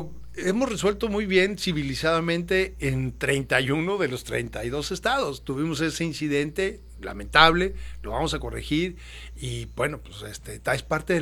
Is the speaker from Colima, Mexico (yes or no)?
no; Sonora, Mexico; moved away; yo regreso a mi tierra